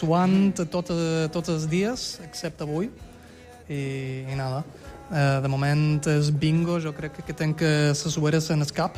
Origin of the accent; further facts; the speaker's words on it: Balearic Islands, Spain; born there; Catalan is a second language; also born or lived in Hamburg, Germany / United States; em vaig criar aquí des de que tinc 3 anys, i no m'agradaria tornar a Alemanya